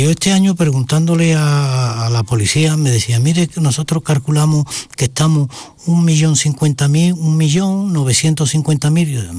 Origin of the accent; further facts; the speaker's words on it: Seville, Andalusia, Spain; O sea, yo soy muy sevillano, por cierto, mi mujer es malagueña.